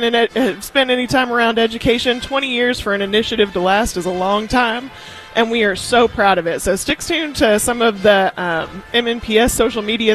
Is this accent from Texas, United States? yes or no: yes; Texas, United States; moved away as an adult; now in Nashville, United States